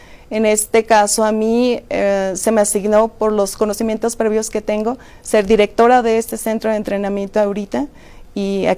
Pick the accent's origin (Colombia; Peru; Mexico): Mexico; Irapuato, Guanajuato; Y pues soy de Irapuato, Guanajuato, no muy lejos, pero mis padres son de una condición humilde.